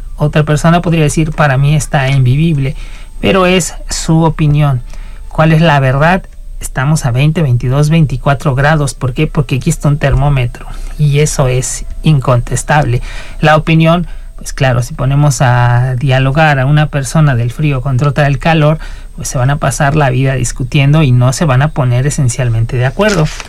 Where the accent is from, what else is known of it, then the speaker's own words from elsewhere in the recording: Seville, Andalusia, Spain; allá en Andalucía, en Sevilla, de donde vengo, 35, 40 grados, tanto que la gente a mediodía de 2, 4 de la tarde no sale, cierra los negocios y demás, ¿no?